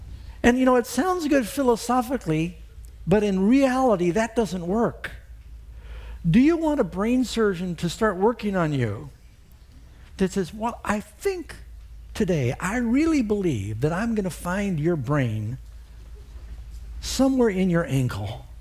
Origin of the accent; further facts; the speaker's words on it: New York City, New York, United States; I grew up in New York City. We had a lot of pigeons.